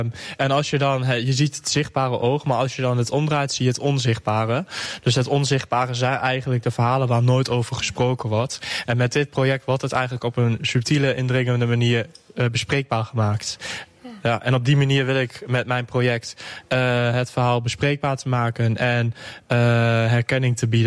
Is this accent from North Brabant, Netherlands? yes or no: no; Buurse, Overijssel, Netherlands; En ik kom zelf dus uit Buurse, een klein dorpje uit het oosten.